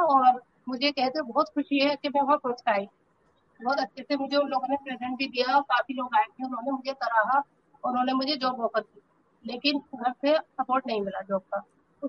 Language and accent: Hindi; Rampur, Uttar Pradesh, India; और मैं रामपुर शहर से छोटे से मोहल्ले कलघर के रहने वाली हूँ।